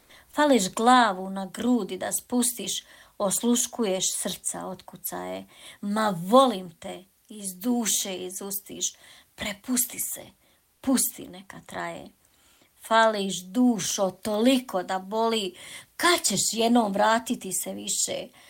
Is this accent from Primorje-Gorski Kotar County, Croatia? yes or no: no; Županja, Vukovar-Syrmia County, Croatia; also born or lived in Domaljevac, Bosnia and Herzegovina / Matići near Orašje, Bosnia and Herzegovina; now in Germany; rođena sam u Domaljevcu, Bosna i Hercegovina, odrasla u Županji, udata u Matiće kod Oraša, živim i radim u Njemačkoj